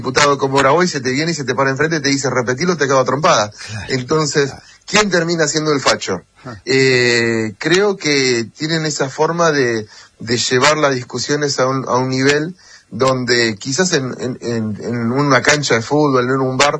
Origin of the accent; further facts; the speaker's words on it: Argentina; al menos te lo dice alguien que viene de la provincia de Santa